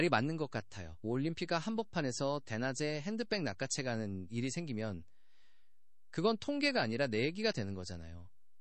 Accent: South Korea; moved away; 그런데 저는 솔직히 처음엔 경찰이 더 무서웠어요. 한국에서 왔으니까 영어도 짧고.

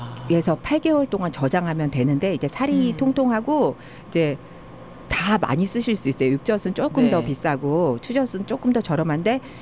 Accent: Seosan, South Chungcheong, South Korea; moved away; 제가 서산 여자잖아요.

